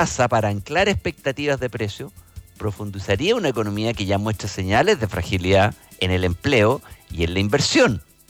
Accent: Chile

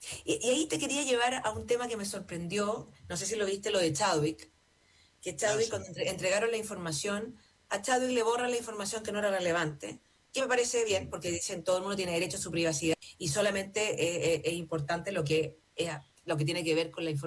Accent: Chile; yo creo que este es de los casos más escandalosos que habla también de lo racista que somos los chilenos

